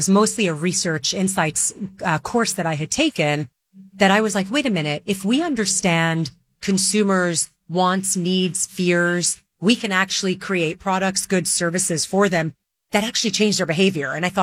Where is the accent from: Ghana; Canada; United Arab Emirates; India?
United Arab Emirates; Dubai; also born or lived in Lebanon; now in New York, United States; I'm originally Lebanese. I grew up in the Middle East in Dubai back when nobody really knew what the UAE was. And then my family immigrated to the U.S. And so now I live in New York with my husband and my daughter.